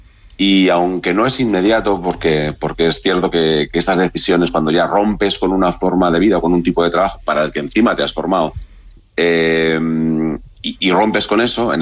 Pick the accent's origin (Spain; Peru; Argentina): Spain; Montemayor de Pinilla, Castile and León; Sí, yo soy de Montemayor, sí.